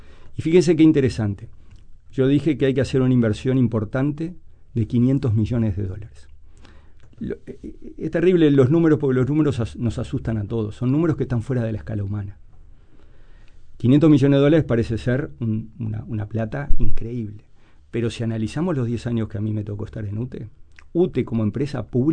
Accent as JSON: {"language": "Spanish", "country": "Uruguay"}